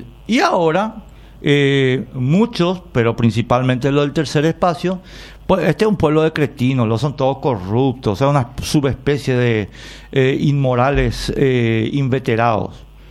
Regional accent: Paraguay; somos corruptos los paraguayos

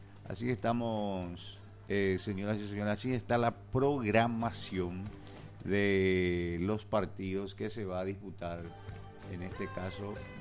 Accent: Paraguay; digo nosotros porque somos paraguayos

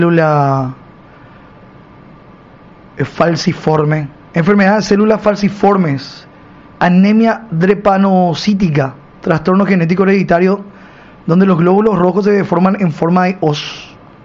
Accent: Ciudad del Este, Alto Paraná, Paraguay; now in Argentina; A ver, sí, mi amigo Lucho Nilda, soy de Ciudad del Este, vivo aquí en Argentina, en nuestro país, lastimosamente.

